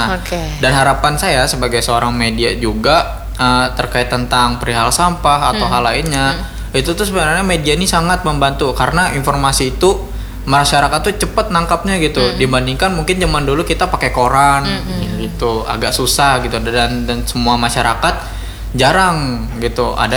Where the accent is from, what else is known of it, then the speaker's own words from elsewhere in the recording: Banjarmasin, South Kalimantan, Indonesia; kita orang Banjarmasin